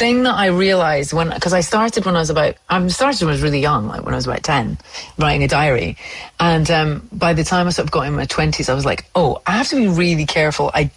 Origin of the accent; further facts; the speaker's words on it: Scotland, United Kingdom; now in Australia; when I first came to Australia, was like being Scottish and just going to the other side of the world